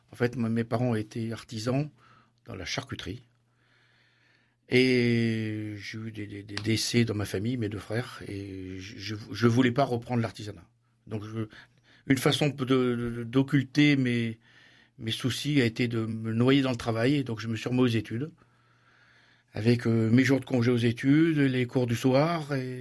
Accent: Clermont-Ferrand, Auvergne-Rhône-Alpes, France; moved away as an adult; also born or lived in Paris region; je suis auvergnat, donc Clermont-Ferrand et sa région. Ensuite, comme tout auvergnat, je suis monté à la capitale, où j'ai appris d'autres métiers. Je suis resté 15 ans en région parisienne.

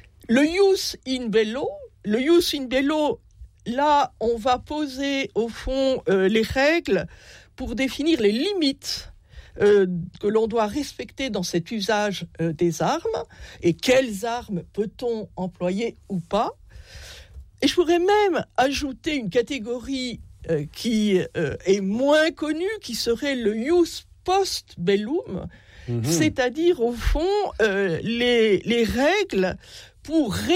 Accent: France; parce que nous sommes français

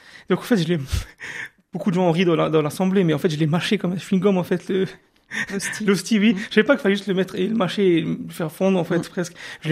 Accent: Sarreguemines, Grand Est, France; Je suis né là-bas, j'ai grandi là-bas. Moi, j'habite à Styrin maintenant, depuis trois ans. Mais je suis originaire de Sarreguemines, je connais toute la région de là-bas.

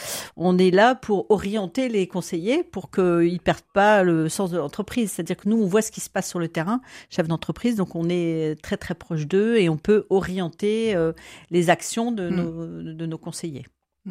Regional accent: Lille, Hauts-de-France, France; je suis une pure ch'ti, je suis lilloise depuis X générations.

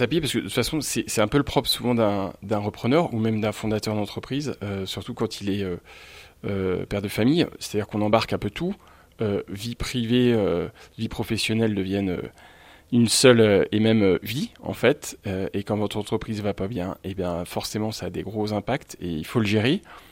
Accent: France; On est sur une PME, ça veut dire qu'effectivement, on est français.

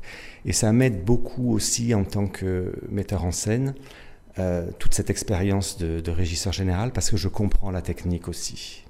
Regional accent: Marseille, Provence-Alpes-Côte d'Azur, France; Alors je suis Marseillais et j'ai très vite été fasciné par l'opéra

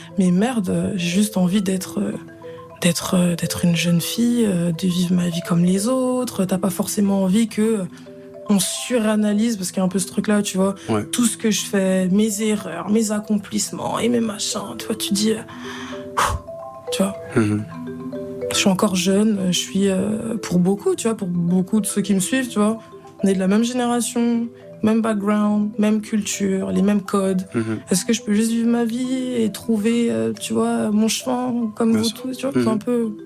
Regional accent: DR Congo; also born or lived in Kinshasa; now in Paris, France; Ouais, je suis congolaise.

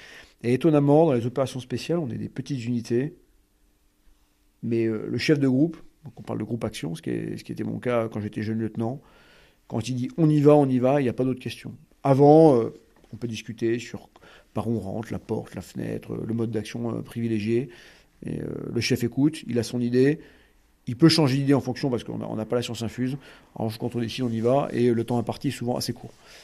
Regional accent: France; en tant que Français

